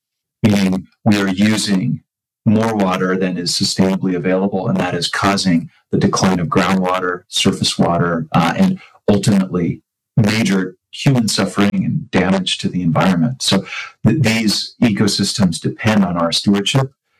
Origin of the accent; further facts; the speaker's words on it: Orem, Utah, United States; Yeah, I grew up in Orem, Utah, just in the Utah Valley, about half hour away from Great Salt Lake.